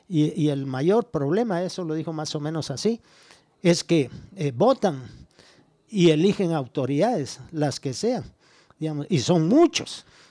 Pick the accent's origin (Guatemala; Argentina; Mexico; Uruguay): Guatemala; mi país, de Guatemala